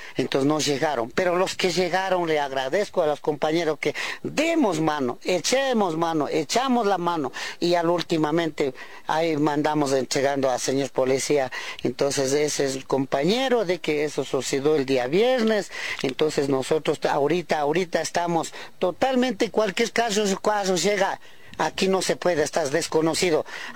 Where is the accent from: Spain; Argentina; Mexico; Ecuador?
Ecuador; Cotopaxi; la mayoría estamos aquí en Santa Rosa de Pichul, por ejemplo de aquí al lado, somos de Huangaje, Tihua, Guayama, Chukchilán, Moreta, Zumbagua, Huantopol